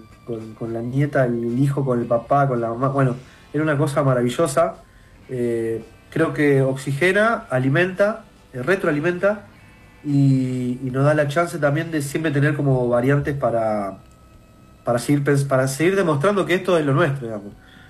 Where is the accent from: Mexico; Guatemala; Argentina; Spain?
Argentina; son raíces fundamentales para nosotros como argentinos